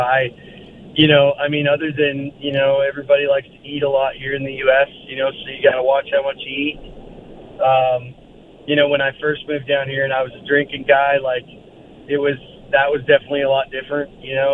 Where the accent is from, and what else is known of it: Alberta, Canada; born or raised there